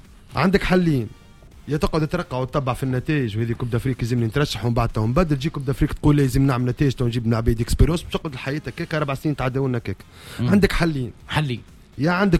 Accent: Tunisia; نحكي كتونسي

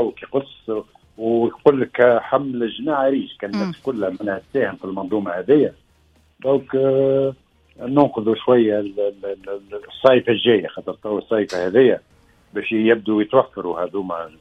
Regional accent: Tunisia; هذا مش موجود عندنا في تونس وكان مش مسموح به من ستيغ.

